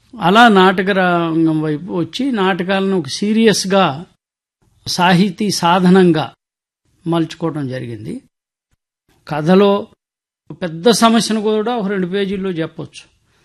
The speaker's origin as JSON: {"language": "Telugu", "area": "Srikakulam district", "region": "Andhra Pradesh", "country": "India", "tie": "born or raised there", "said": "మా స్వస్థలం శ్రీకాకుళం జిల్లా అండి, అంపోలు గ్రామం."}